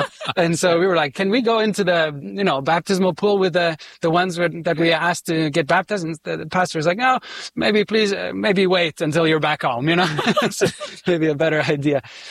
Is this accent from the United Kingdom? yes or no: no; Switzerland; Yeah, so I grew up in Switzerland. Yeah, it's a secular country, and I was taught about evolution and all these things.